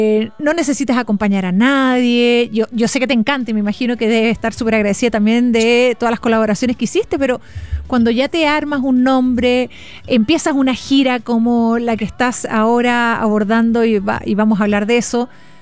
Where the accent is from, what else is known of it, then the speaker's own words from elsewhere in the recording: Osorno, Los Lagos, Chile; Crecí también en Osorno, sí.